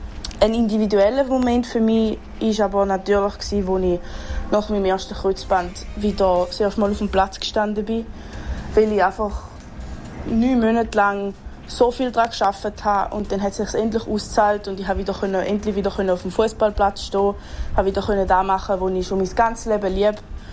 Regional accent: Switzerland; moved away as an adult; also born or lived in St. Gallen; Ich bin in Dübach aufgewachsen, bin auch in Hermetin in Schule.

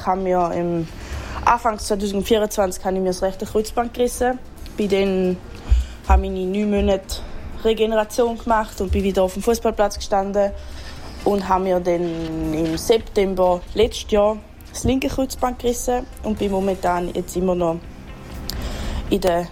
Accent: Switzerland; moved away as an adult; also born or lived in St. Gallen; Ich bin in Dübach aufgewachsen, bin auch in Hermetin in Schule.

